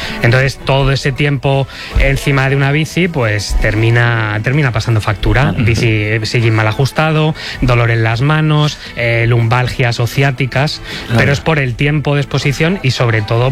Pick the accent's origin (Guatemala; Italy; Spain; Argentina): Spain; Plou, Aragon; pues yo ahora estoy en el pueblo, ahí en mi pueblo, en Teruel, que se llama Plou.